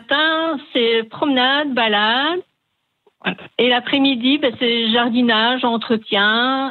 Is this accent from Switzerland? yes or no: no; Gembloux, Wallonia, Belgium; Je suis originaire de Gembloux.